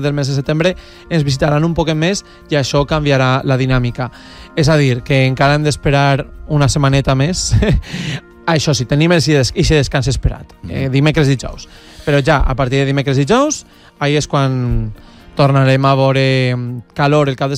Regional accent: Ademús, Valencian Community, Spain; al meu poble, a Ademús

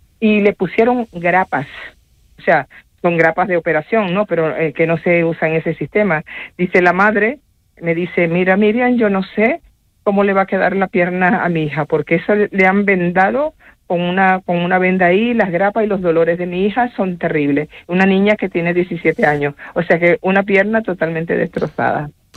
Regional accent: Venezuela; Nuestro granito de arena tiene que ser un montón muy grande para ayudar a mi tierra, Venezuela.

